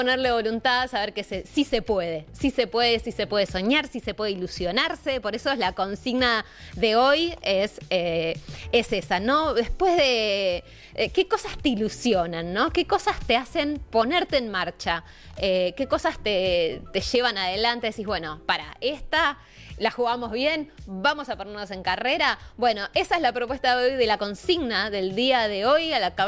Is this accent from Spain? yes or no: no; Argentina; siendo esta hermosa Argentina